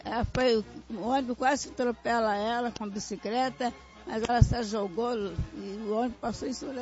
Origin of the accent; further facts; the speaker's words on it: Duque de Caxias, Rio de Janeiro, Brazil; eu vim de Duque de Caxias.